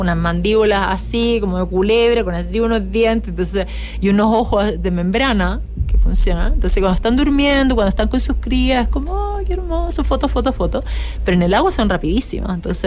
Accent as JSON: {"language": "Spanish", "country": "Chile"}